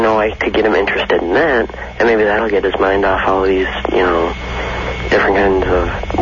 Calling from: Chicago, Illinois, United States; I'm calling from Chicago.

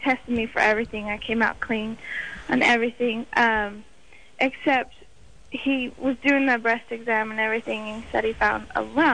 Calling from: Utah, United States

